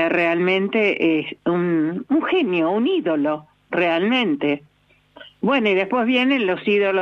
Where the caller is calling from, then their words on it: Acassuso, Buenos Aires Province, Argentina; de Acasuso.